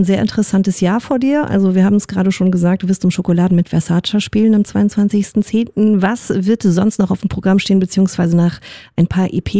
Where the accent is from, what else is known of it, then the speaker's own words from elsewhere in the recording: Düsseldorf, North Rhine-Westphalia, Germany; Ich komme aus Düsseldorf, aber ich liebe es einfach, Kölsch zu sprechen.